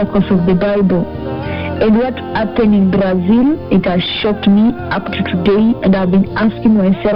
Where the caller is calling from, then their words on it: Langata, Nairobi, Kenya; I'm calling live from Langata region.